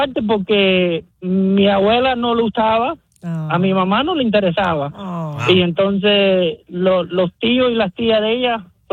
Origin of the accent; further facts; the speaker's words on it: Cuba; No, el problema es que la mujer mía es americana negra y yo soy cubano potorro.